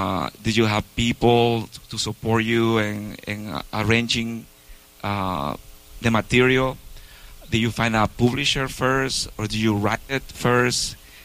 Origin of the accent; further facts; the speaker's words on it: Ecuador; now in United States; About the same experience, because I came here. I'm from Ecuador. I don't know if I said that.